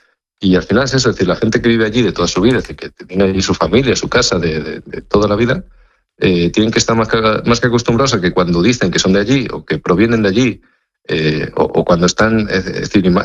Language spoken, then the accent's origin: Spanish; Moraleja, Extremadura, Spain; born or raised there; moved away